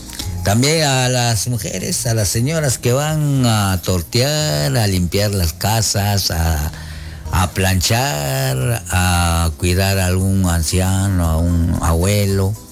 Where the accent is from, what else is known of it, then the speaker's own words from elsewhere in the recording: Guatemala; la música que nos identifica como guatemalteco chapín.